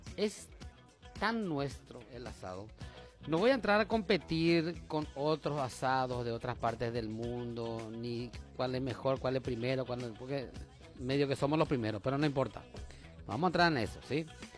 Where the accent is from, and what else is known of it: Paraguay